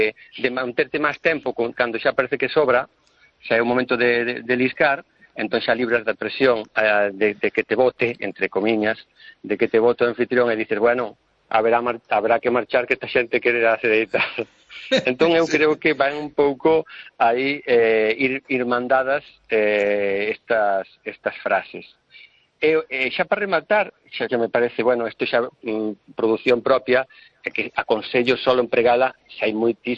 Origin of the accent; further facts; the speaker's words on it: Galicia, Spain; E como galego consideramos que é de moito valor, pois evidentemente está nesa arca.